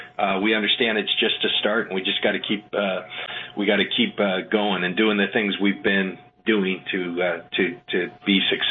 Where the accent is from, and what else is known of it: San Diego, California, United States; born or raised there; moved away